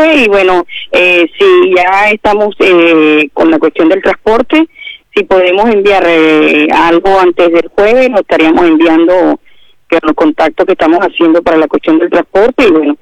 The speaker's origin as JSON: {"language": "Spanish", "town": "Guatire", "region": "Miranda", "country": "Venezuela", "moved": "as an adult", "lives_now": "Bahía Blanca, Argentina", "said": "en el pueblo que nosotros somos de Guatire"}